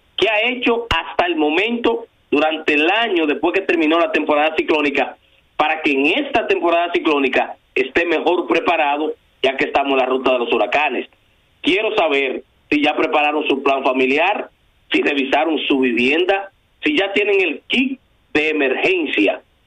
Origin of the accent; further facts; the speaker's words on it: Dominican Republic; nosotros qué estamos haciendo como República Dominicana?